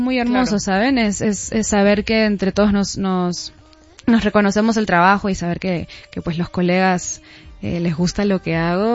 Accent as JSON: {"language": "Spanish", "country": "Peru", "moved": "yes", "said": "aterrizando en mi país, en Lima."}